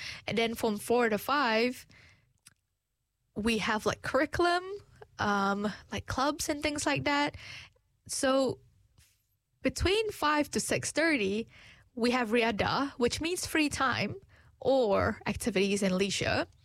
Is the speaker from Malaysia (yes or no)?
yes; Malaysia; you know, I'm from Malaysia. We never walk because it's hot.